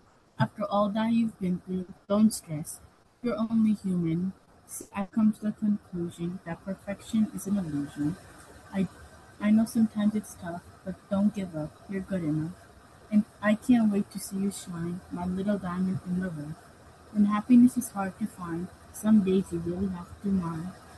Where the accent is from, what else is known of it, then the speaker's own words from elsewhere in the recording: Hudson, New York, United States; I'm 15. I'm 12 years old, and I'm also from Hudson.